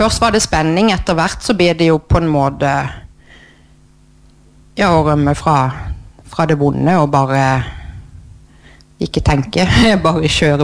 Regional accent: Kristiansand, Agder, Norway; og jeg er oppvokst på Slettøya da, sammen med min mor.

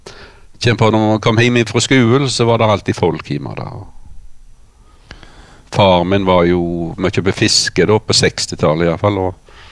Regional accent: Karmøy, Rogaland, Norway; Så vi vokste opp her i Sævlandsvikta. Bare en steinkast her på som vi sitter nå.

